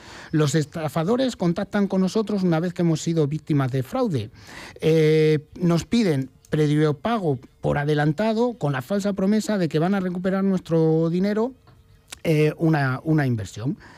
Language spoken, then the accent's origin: Spanish; Castilla-La Mancha, Spain; como castellano manchegos que somos